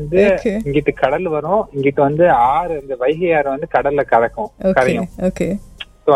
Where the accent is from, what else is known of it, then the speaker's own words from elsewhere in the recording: Ramanathapuram, Tamil Nadu, India; born there; moved away; ஆனா நம்ம ஊர் சைடு எப்படின்னா ஃபுல்லா வந்து பீச் இருக்கும், ராமநாதபுரத்துல வந்து ஃபுல் அண்ட் ஃபுல் பீச்சஸ் இருக்கு.